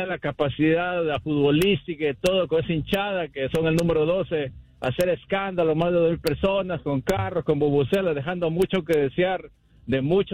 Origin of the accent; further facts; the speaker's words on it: Ecuador; como soy un ecuatoriano y le agradecimos a ustedes